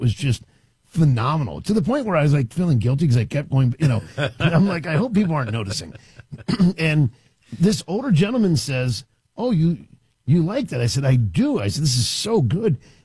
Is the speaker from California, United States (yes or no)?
no; Washington, District of Columbia, United States; because I grew up in Washington, D.C. and everything else.